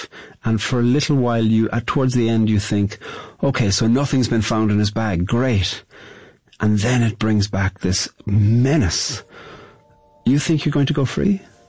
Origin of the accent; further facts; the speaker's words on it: Ireland; I'm a poet from Ireland.